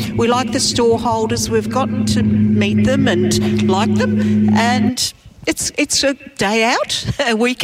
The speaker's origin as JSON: {"language": "English", "town": "Melbourne", "region": "Victoria", "country": "Australia", "moved": "yes", "lives_now": "Dundaran Beach, Australia", "said": "I was originally from Melbourne."}